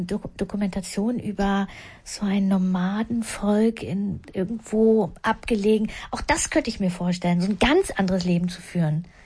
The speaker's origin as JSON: {"language": "German", "town": "Schönhausen", "region": "Saxony-Anhalt", "country": "Germany", "tie": "born or raised there", "also_born_or_lived": "Havelberg"}